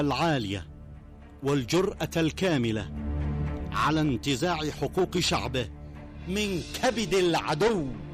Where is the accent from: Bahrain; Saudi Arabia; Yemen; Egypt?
Yemen